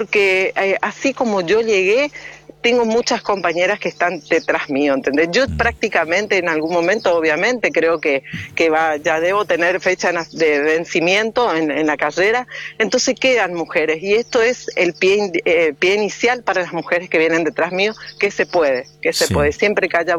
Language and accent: Spanish; Bella Vista, Corrientes, Argentina; yo soy oriunda de Bellavista